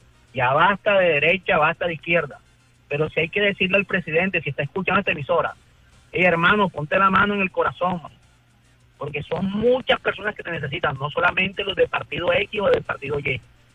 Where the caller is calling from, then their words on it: Colombia; Nosotros como colombianos somos muy unidos.